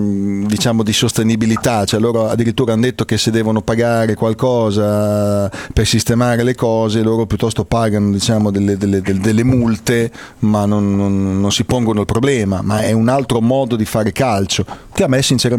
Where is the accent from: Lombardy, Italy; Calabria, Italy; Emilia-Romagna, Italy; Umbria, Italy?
Emilia-Romagna, Italy; Bologna; sapendo che sono di Bologna, si ricordava un sacco di nostri giocatori